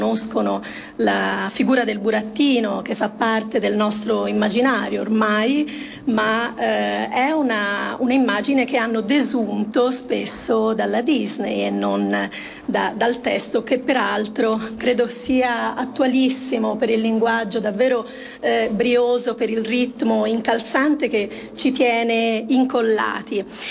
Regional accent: Tuscany, Italy; accent: Tuscan; avrete sentito dall'accento che sono toscana

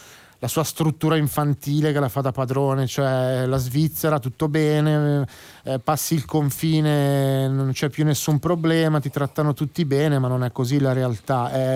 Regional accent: Brianza, Lombardy, Italy; noi da ragazzini in Lombardia, in Brianza

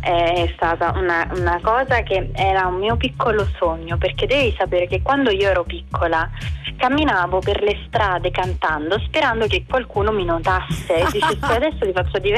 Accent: Naples, Campania, Italy; io sono napoletana

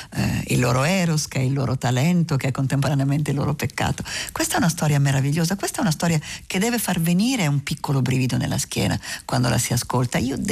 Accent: Lombardy, Italy; peraltro lombarda sono

